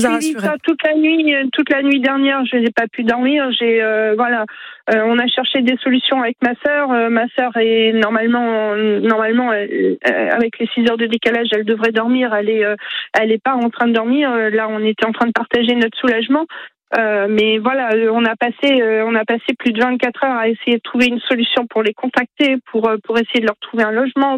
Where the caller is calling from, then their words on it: Centre-Val de Loire, France; J'habite en Touraine